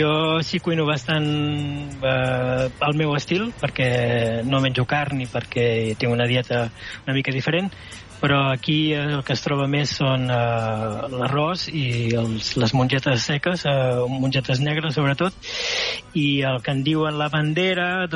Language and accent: Catalan; Catalonia, Spain; però a mi com a català, sincerament, em queda una miqueta massa a prop la seva cultura i al mateix temps lluny.